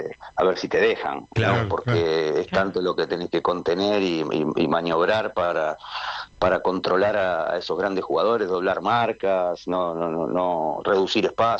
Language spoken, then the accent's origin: Spanish; Argentina; Lo que estamos viendo con la selección argentina, nosotros lo naturalizamos porque somos argentinos, ¿no?